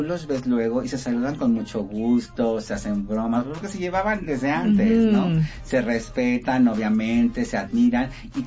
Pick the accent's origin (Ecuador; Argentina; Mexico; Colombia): Mexico; Michoacán; moved away; Yo, por favor, también cuando llegué de Michoacán con dos trenzas largas llenas de listones que nadie creía en mí.